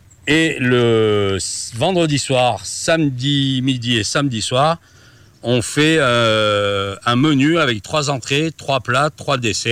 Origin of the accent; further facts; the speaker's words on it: Clermont-Ferrand, Auvergne-Rhône-Alpes, France; moved away as an adult; now in Sancy, France; Je suis de Clermont-Ferrand. Et je suis dans le Sancy depuis 13 ans, où j'ai attaqué des saisons à Superbès, à Besse